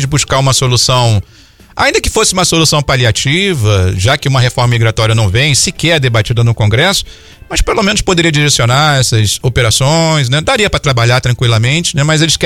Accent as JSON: {"language": "Portuguese", "region": "Rio de Janeiro", "country": "Brazil", "moved": "yes", "lives_now": "United States", "said": "Eu sou carioca"}